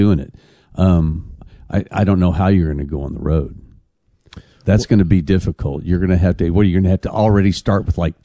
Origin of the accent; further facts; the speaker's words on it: Kansas, United States; I'm from Kansas and we just don't do that.